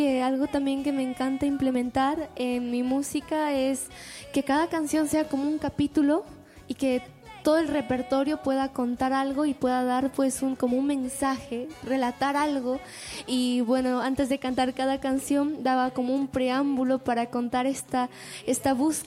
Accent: Huanta, Ayacucho, Peru; en mi Huanta querido, en mi tierra. Y ahí iba pues con mi traje huamanguino, con también las letras eran en quechua, entonces comencé a tener ese acercamiento a mis raíces

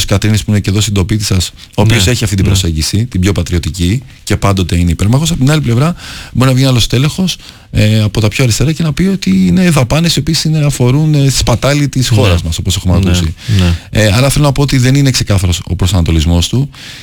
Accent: Athens, Attica, Greece; Στην Αθήνα γεννήθηκα. Οι γονείς μου και δύο είναι από την Καβάλα. Ήρθαν πρόσφυγες, όπως καταλαβαίνετε από το επίθετο … Ήρθαν πρόσφυγες, μικρά παιδιά στην Αθήνα. Ναι. Μεγαλώσαμε στην Αθήνα. Αγαπάω πάρα πολύ τον τόπο μου στην Καβάλα.

